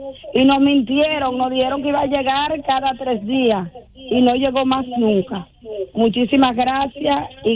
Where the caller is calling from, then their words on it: Villa Jaragua, Bahoruco, Dominican Republic; Estoy llamando desde Villa Jaragua